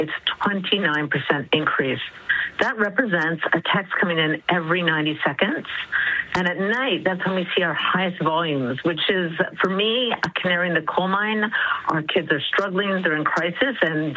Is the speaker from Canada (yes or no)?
yes; Canada; So the complexity that we're all facing as Canadian citizens has materially changed in the last 3 years.